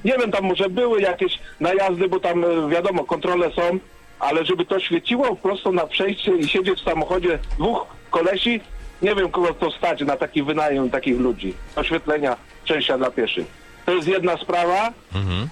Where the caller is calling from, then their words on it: Serby, Lower Silesian Voivodeship, Poland; bo mieszkam w Serbach.